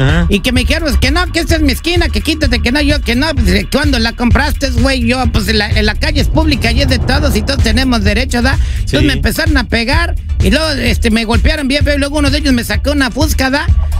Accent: Huandacareo, Michoacán, Mexico; es mi paisana de Michoacán, yo soy de Guandacareo y ella es de Morelia.

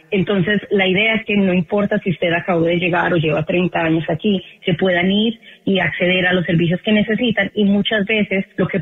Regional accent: Colombia; now in United States; te lo digo por experiencia, soy colombiana, los colombianos seguimos siendo ciudadanos colombianos, así nos hagamos ciudadanos estadounidenses.

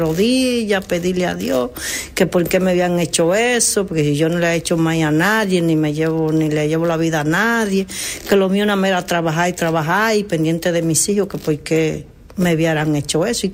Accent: Santo Domingo, Distrito Nacional, Dominican Republic; De Santo Domingo, República Dominicana.

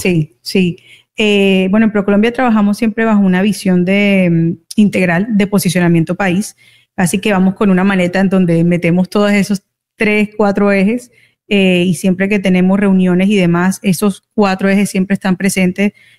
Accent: Colombia; el colombiano ama una salsa y crecemos todos escuchando a los salseros puertorriqueños.

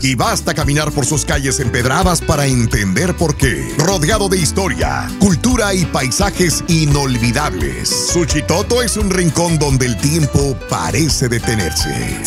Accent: Mexico; Te voy a decir como mexicano, no he estado en ese lugar, pero por lo que veo, no tiene nada que pedirle a un pueblito mágico mexicano.

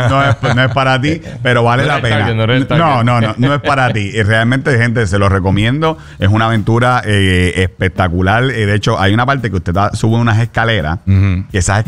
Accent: Carolina, Puerto Rico; yo soy de Carolina, pero hago muchas cosas en Canóvana.

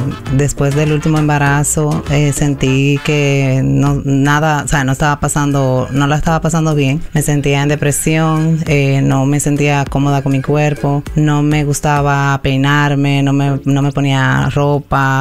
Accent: Santiago de los Caballeros, Santiago, Dominican Republic; now in United States; Bueno, vengo de República Dominicana.

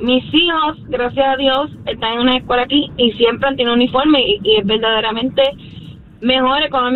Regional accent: Puerto Rico; moved away; Yo soy de Puerto Rico

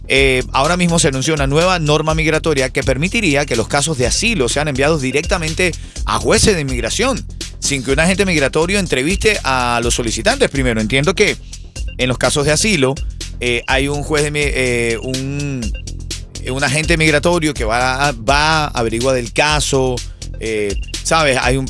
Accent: Venezuela; now in Miami, United States; a nosotros los venezolanos, a mi pueblo en Venezuela, aquí en Miami

